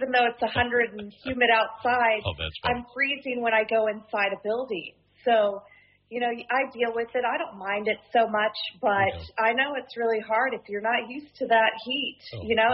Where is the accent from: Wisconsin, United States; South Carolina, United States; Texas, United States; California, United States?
Texas, United States; Houston; moved away; I was raised in Houston, Texas.